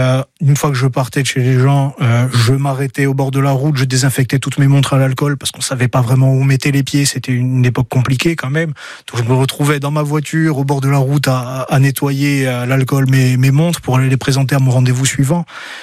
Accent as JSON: {"language": "French", "region": "Corsica", "country": "France", "tie": "born or raised there", "said": "l'atelier boutique que j'ai dans le village, donc dans Piazza di Avetiasco, là, où j'allais quand j'étais petit en CP d'ailleurs."}